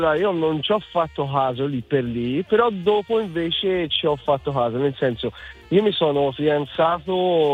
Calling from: Florence, Tuscany, Italy; Sono di Firenze

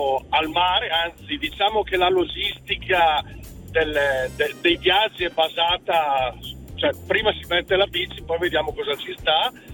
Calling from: Ripalta Arpina, Lombardy, Italy; Io chiamo da Ripalta, sono sulla 1 direzione mare per una toccante fuga, però chiamo da Ripalta Arpina, Cremona.

